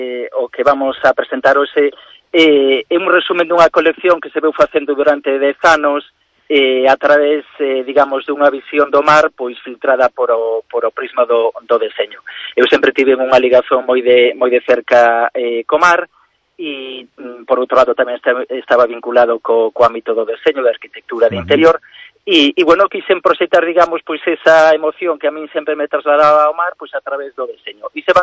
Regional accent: Galicia, Spain; pois como pobo galego, que autentifiquemos cada produto que poñemos no mercado con ese valor do deseño, sobre todo pois con esa etiqueta de deseño galego.

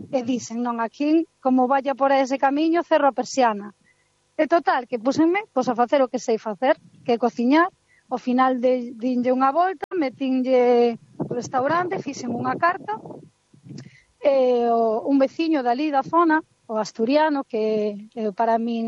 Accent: Galicia, Spain; ao final somos galegos e comemos como galegos.

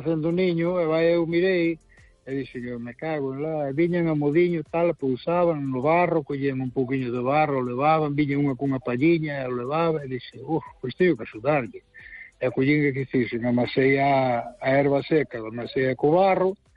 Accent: Vigo, Galicia, Spain; Bueno, pois pues a mí tamén me gusta, iso que eu son de Vigo, porque eu quero que haya derbi.

